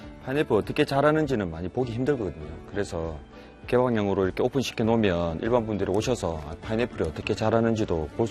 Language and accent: Korean; Geoje, South Gyeongsang, South Korea; moved away as an adult; 우리 고향이란 것도 있지만은